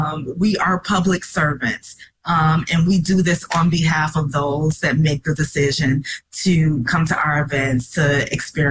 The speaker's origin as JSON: {"language": "English", "town": "Chicago", "region": "Illinois", "country": "United States", "tie": "born or raised there", "said": "Yeah, you know, having grown up in Chicago, again, I grew up in North Lawndale, I currently live in Austin."}